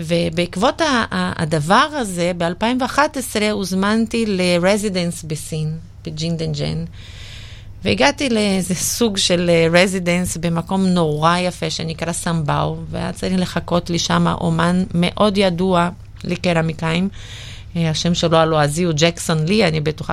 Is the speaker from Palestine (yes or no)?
no; Brazil; now in Israel; ואני ברזילאית.